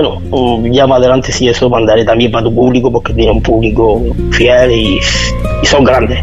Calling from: Huércal de Almería, Andalusia, Spain; de Huerca de Almería.

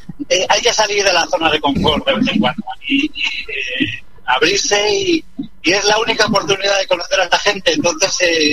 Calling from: Madrid, Community of Madrid, Spain; Yo vengo de Madrid

